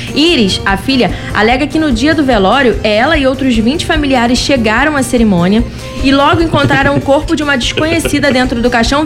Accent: São Gonçalo, Rio de Janeiro, Brazil

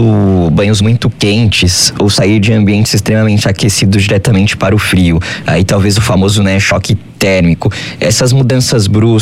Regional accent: São Paulo, Brazil; now in Rio de Janeiro, Brazil; E eu tô no Rio de Janeiro, mas venho de São Paulo

